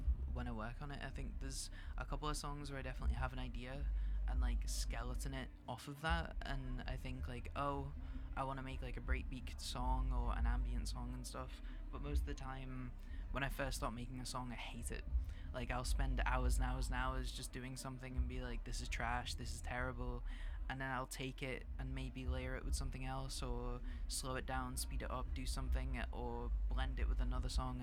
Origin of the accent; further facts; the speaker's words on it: Scotland, United Kingdom; growing up in Scotland